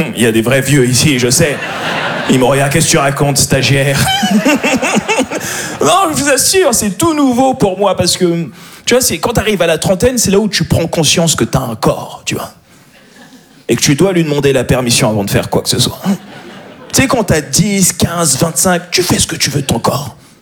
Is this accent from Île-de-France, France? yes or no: yes; Paris, Île-de-France, France; Je suis un Parisien, voilà ce que je suis.